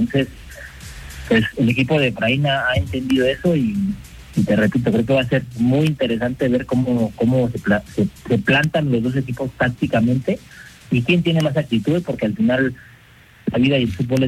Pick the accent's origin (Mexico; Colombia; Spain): Mexico